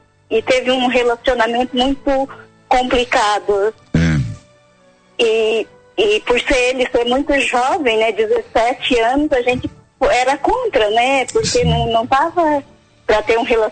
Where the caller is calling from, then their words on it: Araranguá, Santa Catarina, Brazil; De Araranguá, Santa Catarina.